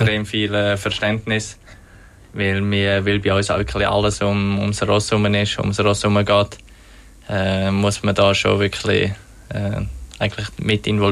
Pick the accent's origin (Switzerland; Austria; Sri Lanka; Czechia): Switzerland